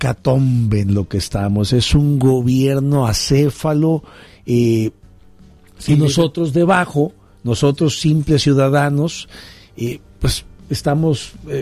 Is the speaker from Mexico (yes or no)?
yes; Mexico; nos encontramos inmersos como mexicanos